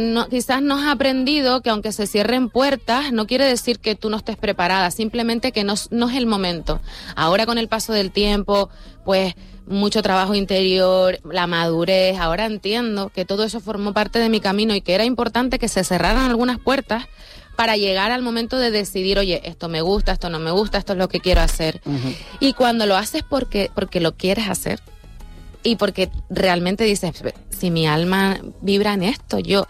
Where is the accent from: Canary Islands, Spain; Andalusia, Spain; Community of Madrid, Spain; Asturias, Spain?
Canary Islands, Spain; born or raised there